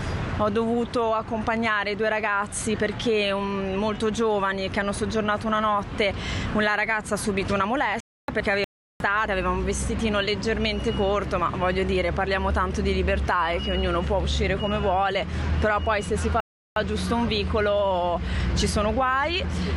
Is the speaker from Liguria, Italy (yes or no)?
yes; Genoa, Liguria, Italy; Allora, io sono nata e cresciuta a Genova, ho fatto tutta la mia gioventù nei vicoli, Piazza delle Erbe